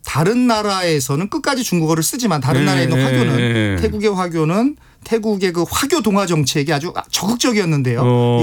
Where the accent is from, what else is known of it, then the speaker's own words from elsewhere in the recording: South Korea; also born or lived in Thailand; 그래서 이런 걸 보면 한국 사람으로서 굉장히 뿌듯하기도 하고요.